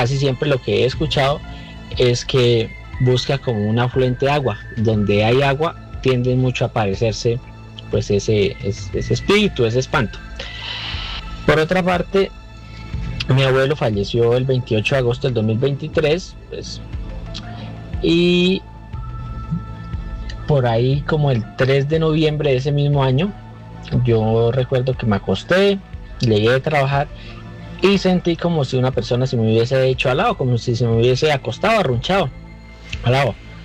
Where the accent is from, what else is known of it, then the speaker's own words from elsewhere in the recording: Santander, Colombia; Nosotros somos de Santander. Y pues crecimos en el campo, tenemos una finca y todos los domingos se madruga a la plaza a vender.